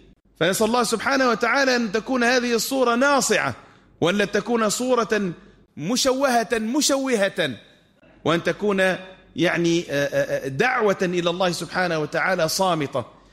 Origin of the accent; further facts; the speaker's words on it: Tunisia; اللهم اجعل بلدنا تونس أمنا أمانا، رخاء سخاء،